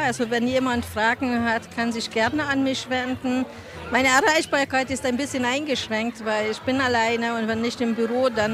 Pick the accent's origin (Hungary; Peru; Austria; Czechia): Hungary; moved away as an adult; now in Germany; Ich bin eine Ungarin, kam 1991 der Liebe wegen nach Deutschland und lebe auch seitdem hier in Chemnitz.